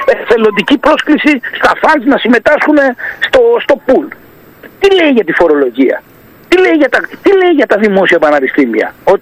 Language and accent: Greek; Greece; ως Έλληνας Ευρωβουλευτής να εκπροσωπήσω την πατρίδα μου και τα Επτάνησα και την Κεφαλονιά και τη Ζάκυνθο και όλη την Ελλάδα